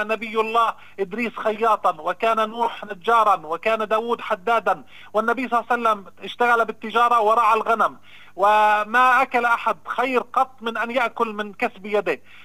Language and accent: Arabic; Nablus, Nablus Governorate, Palestine; أنا بحيي مدينتي محافظتي نابلس